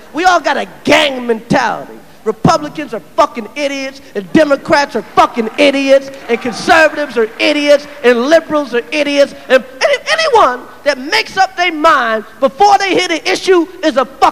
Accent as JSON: {"language": "English", "town": "Brooklyn", "region": "New York", "country": "United States", "said": "I ain't scared of Al-Qaeda. I'm from Brooklyn."}